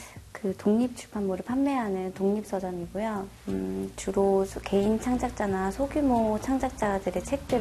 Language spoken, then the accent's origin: Korean; Gumi, North Gyeongsang, South Korea; 내 고향 구미는 익숙함 속의 새로움이다